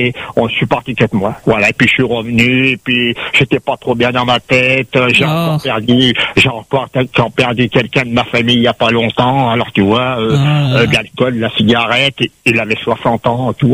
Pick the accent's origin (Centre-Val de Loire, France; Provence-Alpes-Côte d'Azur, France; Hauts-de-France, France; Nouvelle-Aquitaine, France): Centre-Val de Loire, France; Je suis du Loiret.